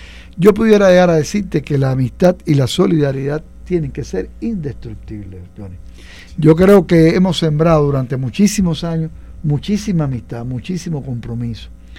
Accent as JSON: {"language": "Spanish", "country": "Cuba", "said": "yo como cubano"}